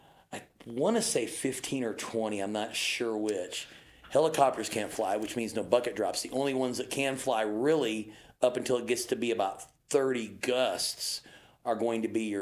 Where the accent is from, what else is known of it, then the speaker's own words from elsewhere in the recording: Texas, United States; moved away as an adult; Growing up in Southeast Texas and being in EMS and fire in Southeast Texas